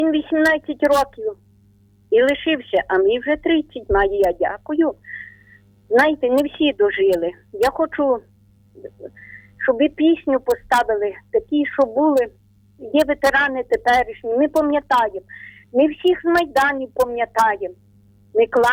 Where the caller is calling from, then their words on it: Ternopil Oblast, Ukraine; Тернопільщина.